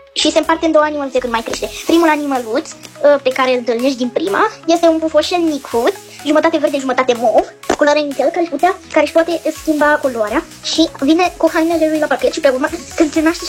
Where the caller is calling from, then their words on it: Bucharest, Romania; din București, am 8 ani